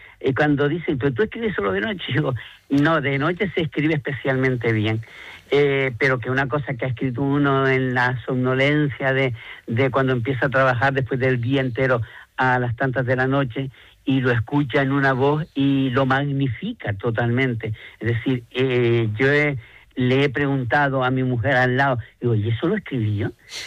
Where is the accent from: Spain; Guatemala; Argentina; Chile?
Spain; Canary Islands; celebrar que somos canarios, celebrar que somos gran canarios